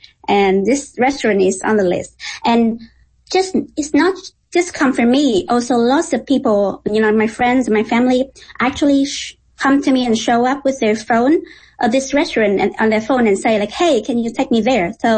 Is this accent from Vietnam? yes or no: yes; Vietnam; English is a second language; I am not really nervous because I'm from Vietnam.